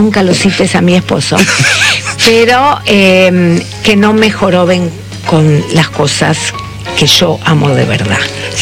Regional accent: Argentina; Siempre me interesó mucho unir mis identidades argentina y judía.

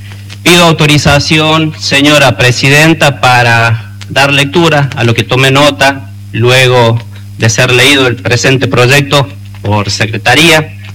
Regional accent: La Rioja, Argentina; alzar nuestra voz como riojanos y como representante de nuestro departamento, General Felipe Varela, que es un territorio del oeste riojano

